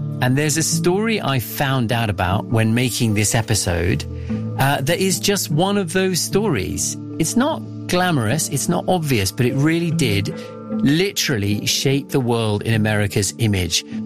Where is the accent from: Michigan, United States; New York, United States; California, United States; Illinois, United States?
Michigan, United States; Detroit; born there; accent: British; I am actually American in spite of my accent, which makes me sound very British. I was born in Detroit and I've lived a lot of my life outside of the US